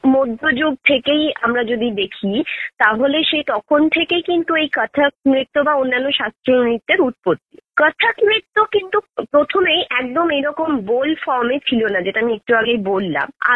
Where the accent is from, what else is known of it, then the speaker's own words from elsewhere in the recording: Raghunathganj, West Bengal, India; moved away; আমার বাড়ি হচ্ছে অ্যাকচুয়ালি মুর্শিদাবাদ